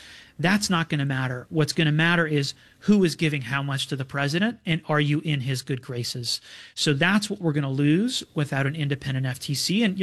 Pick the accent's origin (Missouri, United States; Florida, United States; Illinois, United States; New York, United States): New York, United States; Binghamton; You know, Josh Riley up in my hometown of Binghamton, New York